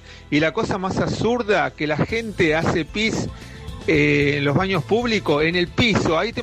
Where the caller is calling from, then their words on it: northern Italy, Italy; del Norte de Italia, chao.